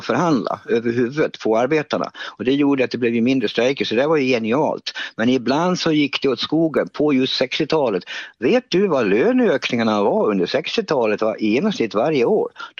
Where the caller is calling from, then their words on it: Ludvika, Dalarna County, Sweden; Jag kommer ju från Ludvika